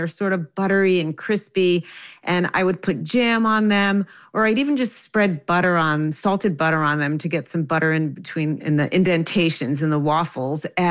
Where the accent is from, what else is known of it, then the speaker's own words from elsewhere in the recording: New Jersey, United States; when you're a young child growing up in New Jersey, which is where I grew up